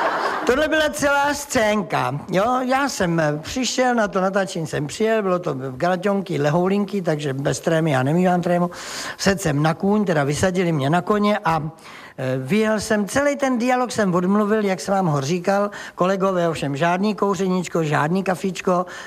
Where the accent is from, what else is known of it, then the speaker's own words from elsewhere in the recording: South Bohemian Region, Czechia; řeknu, promiňte, já jsem blbej Jihočech a pojedu domů.